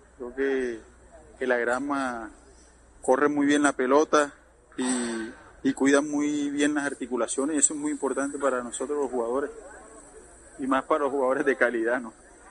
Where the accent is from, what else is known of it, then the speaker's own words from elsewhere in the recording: Barranquilla, Atlántico, Colombia; soy barranquillero y amo esta institución